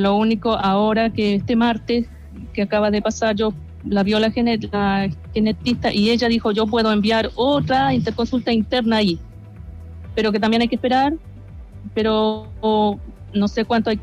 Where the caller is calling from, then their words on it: Melipilla, Santiago Metropolitan Region, Chile; yo, como vivo en Melipilla